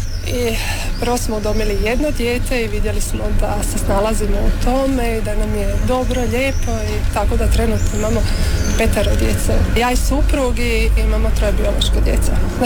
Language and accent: Croatian; Karanac, Osijek-Baranja County, Croatia; iz Karanca sam.